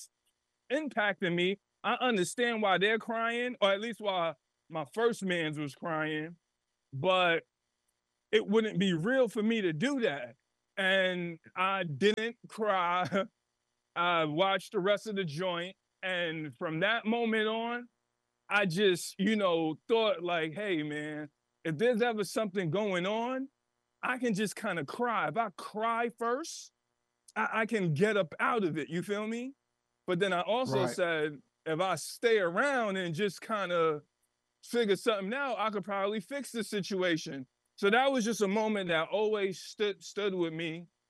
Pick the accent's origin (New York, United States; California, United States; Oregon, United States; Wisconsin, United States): New York, United States; New York City; because I was from the Bronx, I'm from the Bronx, and I used to go to Harlem to go to the Rucker.